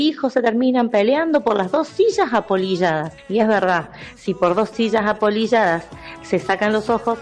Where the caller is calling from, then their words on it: Villa del Rosario, Córdoba, Argentina; Desde Villa del Rosario, un abrazo.